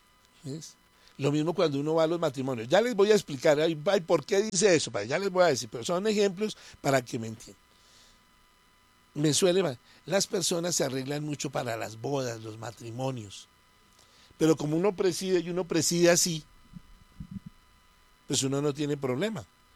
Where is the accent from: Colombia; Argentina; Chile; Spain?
Colombia; Bogotá; moved away; como uno es medio cachaco, y aunque me la he pasado siempre, me decían ahora que de dónde, no, yo soy bogotano, pero me la he pasado casi siempre en tierra caliente